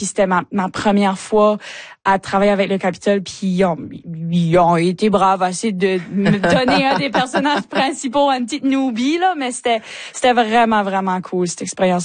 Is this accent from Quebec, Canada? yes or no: no; Chéticamp, Nova Scotia, Canada; Ouais, j'ai grandi à Chétican, comme t'as mentionné, tu sais, fait que j'ai grandi en faisant partie de la troupe du Conseil des Arts de Chétican.